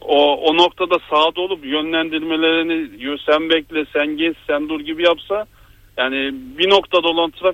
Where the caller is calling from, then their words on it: Istanbul, Turkey; ben İstanbul'dan.